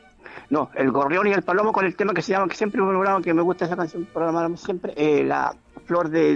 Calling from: Chile

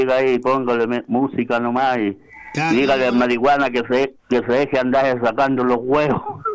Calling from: Colbún, Maule, Chile

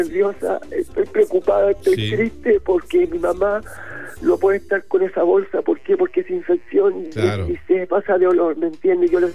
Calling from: Pitrufquén, Araucanía, Chile; De acá de Pitrufquén.

